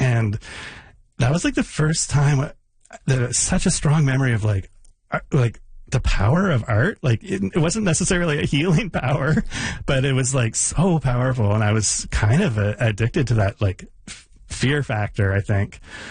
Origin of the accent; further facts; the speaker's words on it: Moncton, New Brunswick, Canada; also born or lived in San Francisco, United States; I was born in San Francisco. My parents moved to Canada when I was a baby.